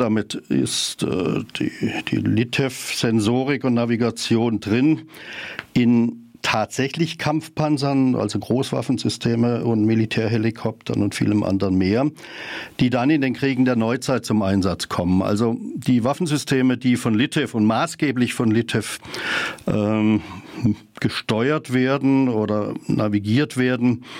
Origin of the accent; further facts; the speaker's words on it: Freiburg, Baden-Württemberg, Germany; Freiburg ist meine Heimatstadt und ich freue mich immer über die Green City, also das positive Image der Stadt Freiburg.